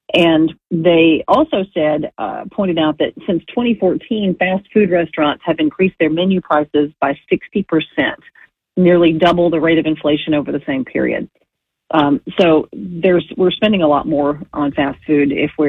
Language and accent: English; Mississippi, United States; The first five on the list are my home state of Mississippi is number one at 0.48%.